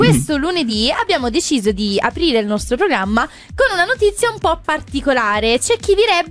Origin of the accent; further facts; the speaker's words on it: Apulia, Italy; sono pugliese